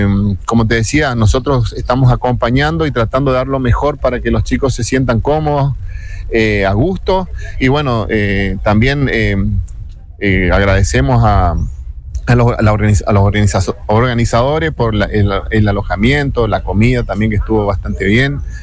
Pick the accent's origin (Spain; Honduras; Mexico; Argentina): Argentina; San Martín; Somos de San Martín